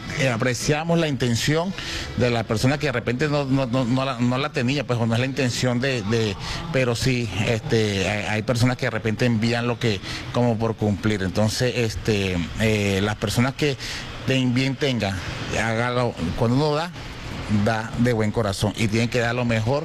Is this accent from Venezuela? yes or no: yes; Guasdualito, Apure, Venezuela; lo que nosotros pues somos, la gente de Guajolito.